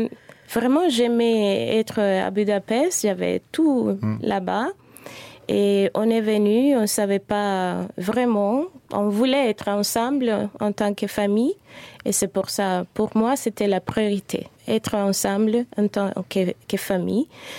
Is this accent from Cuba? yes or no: yes; Cuba; moved away as an adult; Premièrement, je suis partie de Cuba, j'ai quitté le pays seule.